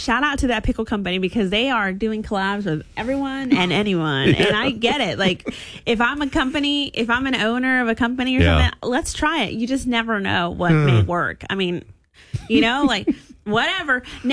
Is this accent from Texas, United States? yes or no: yes; Texas, United States; growing up in Texas, we would go to this is a Lone Star thing, but we would go, or Southeast Texas thing, I should say.